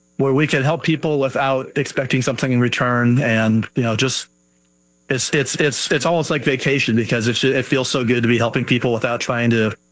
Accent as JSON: {"language": "English", "region": "Illinois", "country": "United States", "tie": "born there", "also_born_or_lived": "Michigan, United States", "said": "Actually, I was born in Illinois. I've been kind of bounced around the country. I lived in Michigan most recently for about 25 years and made my way back to Illinois about 4 years ago."}